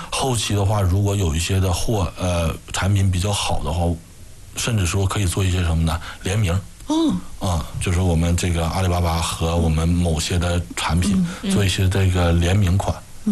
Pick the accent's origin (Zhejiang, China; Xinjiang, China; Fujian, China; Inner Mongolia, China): Inner Mongolia, China; Hulunbuir; 我们就是作为一个呼伦贝尔咱们土生土长家乡的